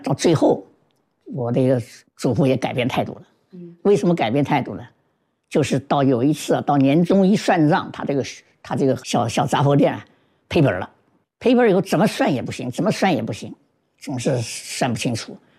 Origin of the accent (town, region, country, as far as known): Jintan, Jiangsu, China